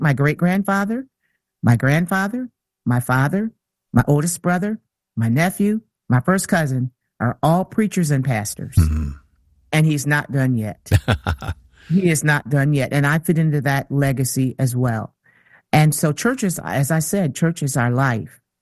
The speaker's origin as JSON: {"language": "English", "town": "Jackson", "region": "Michigan", "country": "United States", "tie": "born or raised there", "moved": "as an adult", "said": "Well, I grew up in southern Michigan, not too far from Detroit, and my hometown is Jackson, Michigan."}